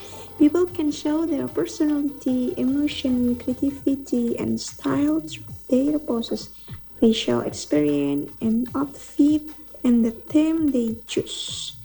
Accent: Magelang, Central Java, Indonesia; English is a second language; now in Surakarta, Indonesia; I'm from Magelang, Central Java, and right now I live in Banjarsari, Surakarta, and I'm as a student at Universitas Duta Bangsa Surakarta.

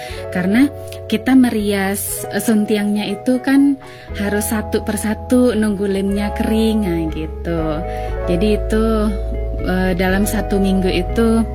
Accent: Medan, North Sumatra, Indonesia; moved away as an adult; now in West Sumatra, Indonesia; saya perantau ya dari Medan, terus nikah dengan orang Minang sini.

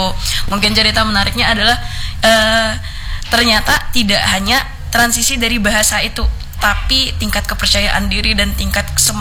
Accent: Indonesia; Karena saya asli orang Dayak.

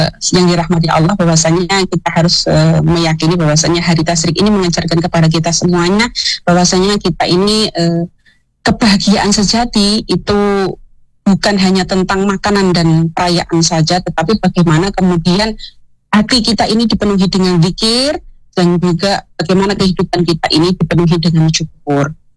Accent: Sumatra, Indonesia; saya ini orang Sumatera

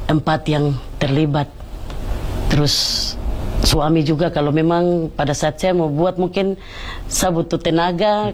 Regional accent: Papua, Indonesia; Umum untuk kami orang Papua.

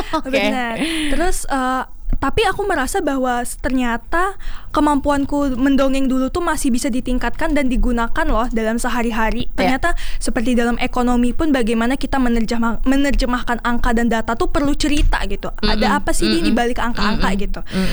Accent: Lampung, Indonesia; moved away as an adult; now in Depok, Indonesia; Jadi latar belakang sendiri sebenarnya aku tuh anak rantau gitu dari Lampung. Dan sekarang tuh sedang berkuliah di Universitas Indonesia.

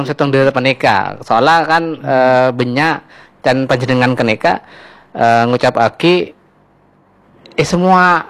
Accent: Madura, East Java, Indonesia; walaupun saya orang Madura, tapi jarang mendengarkan pengucapan bahasa yang sesungguhnya Madura.

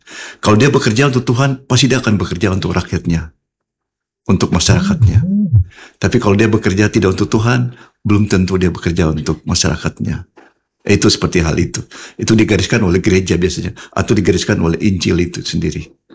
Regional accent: Sorong, Southwest Papua, Indonesia; saya ya, emang orang Sorong juga lahir di Sorong.

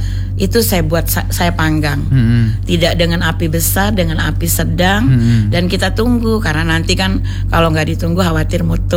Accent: South Sumatra, Indonesia; Karena kita kebetulan dari Sumatera Selatan.

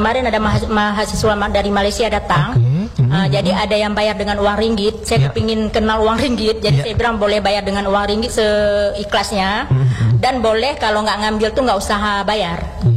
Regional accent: Aceh Besar, Aceh, Indonesia; Dan tidak mesti Aceh Besar. Kita dari Aceh Besar.

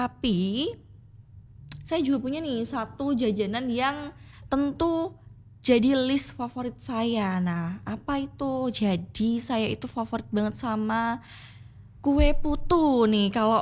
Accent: Klaten, Central Java, Indonesia; Kalau saya dari Klaten Bapak.

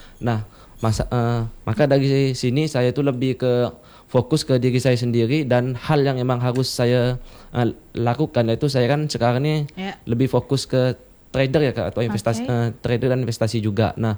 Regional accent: Indonesia; moved away; di kampung saya tuh kak, di Sungai Burun kecil loh.

